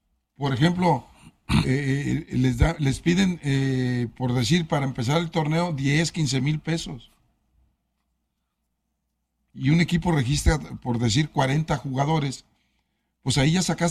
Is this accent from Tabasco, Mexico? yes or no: no; Xalisco, Nayarit, Mexico; En mi pueblo, Jalisco, Nayarit